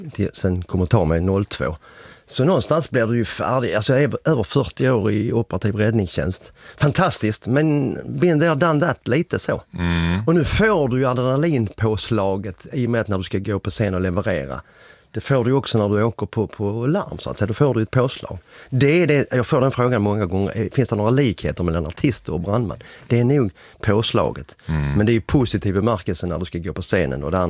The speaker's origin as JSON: {"language": "Swedish", "town": "Helsingborg", "region": "Skåne", "country": "Sweden", "said": "Ja, landet. Vi kom ju inte från Stockholm, vi kom från Helsingborg."}